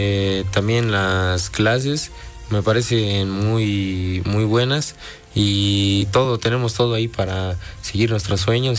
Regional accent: Puebla, Mexico; De aquí, de Puebla, igual.

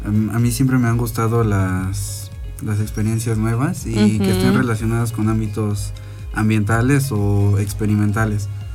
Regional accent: Zaragoza, Puebla, Mexico; Yo provengo del municipio de Zaragoza, es aquí un municipio vecino de Zacapuaxtla. Realmente mi municipio, pues, no cuenta con extensas áreas forestales.

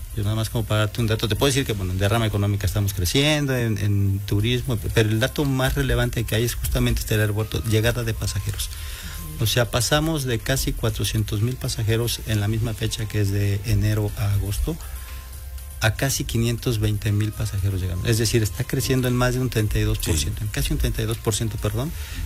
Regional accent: Puebla, Mexico; nuestro trabajo es dedicarnos a difundir todas estas grandes oportunidades que ya tenemos como poblanos

